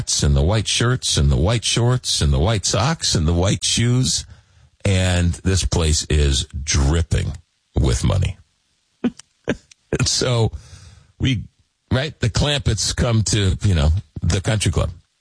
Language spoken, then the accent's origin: English; Long Island, New York, United States; growing up in Long Island, New York, as kids, we would always go to the Hamptons.